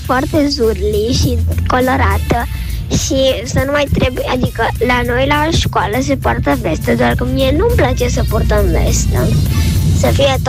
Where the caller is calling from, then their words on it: Timișoara, Timiș County, Romania; din Timișoara, am 10 ani